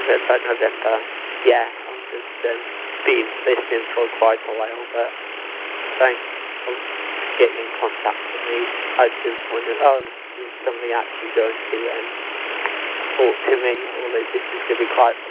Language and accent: English; Stalbridge, South West England, United Kingdom; I am from Stalbridge